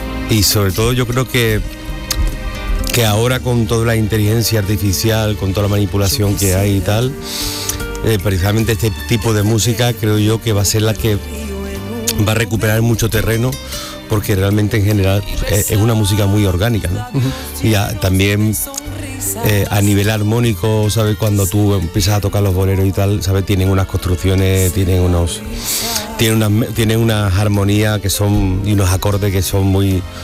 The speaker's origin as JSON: {"language": "Spanish", "town": "Cuenca", "region": "Castilla-La Mancha", "country": "Spain", "said": "yo soy un señor de Cuenca"}